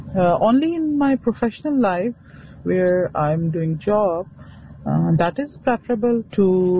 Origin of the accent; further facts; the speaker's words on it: Islamabad, Islamabad Capital Territory, Pakistan; English is a second language; I am from Pakistan. City is Islamabad. From the culture I belong, usually we do not take the names of our elders.